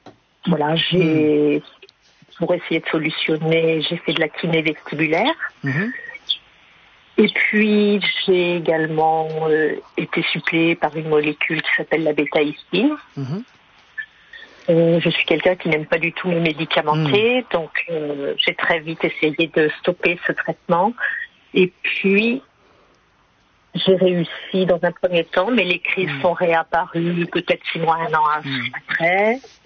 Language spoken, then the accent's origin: French; Tours, Centre-Val de Loire, France; À côté de Tours, je suis de Tours.